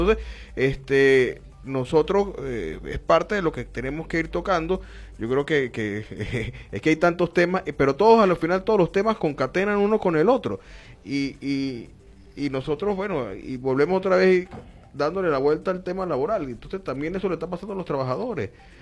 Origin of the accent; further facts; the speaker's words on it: Mérida, Venezuela; moved away; yo que vengo de Mérida